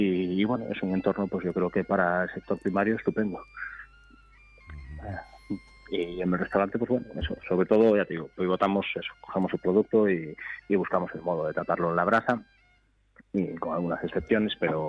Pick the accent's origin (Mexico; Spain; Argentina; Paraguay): Spain; Chantada, Galicia; Sí, sí, yo nací en Chantada de toda la vida.